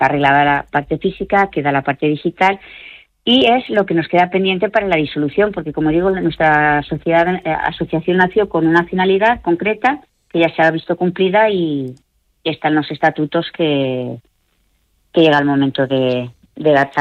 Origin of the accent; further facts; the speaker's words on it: Torrent, Valencian Community, Spain; yo soy de Torrent, vivo aquí en Torrent, entonces lo siento como lo tengo más cercano